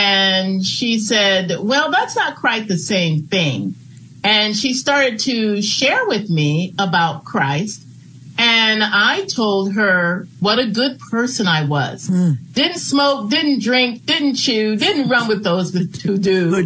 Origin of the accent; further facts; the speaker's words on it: Maple Park, Illinois, United States; This is the girlfriend I had growing up in Maple Park.